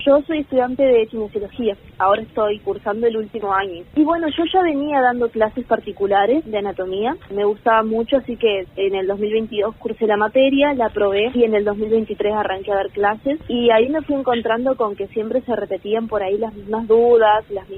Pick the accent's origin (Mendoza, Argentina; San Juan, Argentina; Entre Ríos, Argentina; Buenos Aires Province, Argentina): Entre Ríos, Argentina; María Grande; moved away as an adult; now in Villaguay, Argentina; Soy de María Grande y yo estoy en la curso en la UNER, está en Villaguay, vivo en Villaguay.